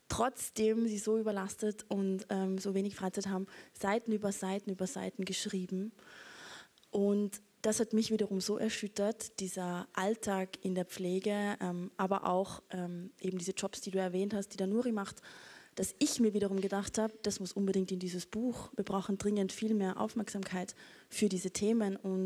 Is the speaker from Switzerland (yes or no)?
no; Austria; Wir haben da ein bisschen einen Kulturclash, weil sie ist norddeutsch, ich bin aus Österreich.